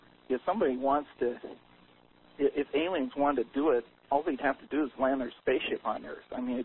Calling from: Colorado, United States; This is a liberal in Colorado

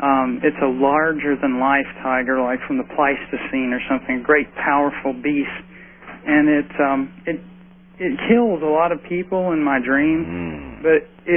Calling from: Memphis, Tennessee, United States; I'm from Memphis.

